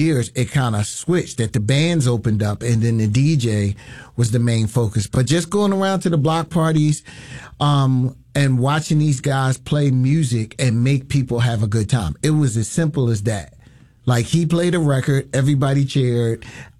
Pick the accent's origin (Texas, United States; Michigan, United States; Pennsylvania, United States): Pennsylvania, United States; Philadelphia; I think growing up in West Philly, we would have a lot of block parties.